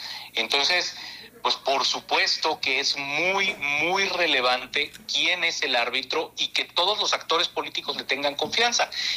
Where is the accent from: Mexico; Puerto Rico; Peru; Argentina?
Mexico; y al igual que todos los mexicanos, estoy muy ilusionado de que podamos tener un mundial histórico.